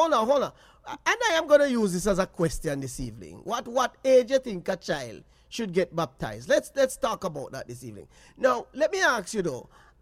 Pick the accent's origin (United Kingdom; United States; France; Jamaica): Jamaica; We as Jamaican parents, sometimes you find some parents say, you shouldn't stop her from baptized.